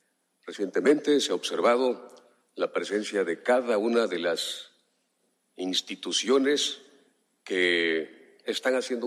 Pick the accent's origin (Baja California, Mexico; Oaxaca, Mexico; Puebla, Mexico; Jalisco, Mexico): Oaxaca, Mexico; Juchitán de Zaragoza; Estoy en mi lengua materna para saludar así a toda la gente de mi ciudad, Juchitán de Zaragoza, al Istmo de Tehuantepec